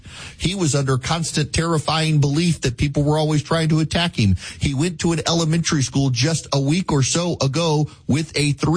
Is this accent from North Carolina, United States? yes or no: no; Jackson, Louisiana, United States; now in Georgia, United States